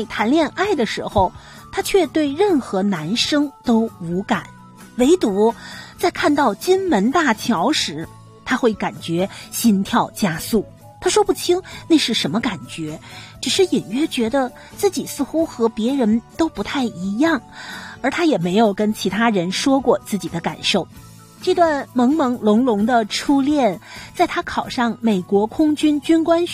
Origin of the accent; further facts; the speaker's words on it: Tianjin, China; 在我们天津的方言里面它被称为大老雕。